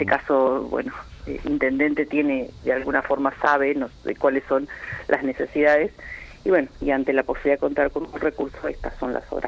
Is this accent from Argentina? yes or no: yes; Patagonia, Argentina; nosotros, los que somos de la Patagonia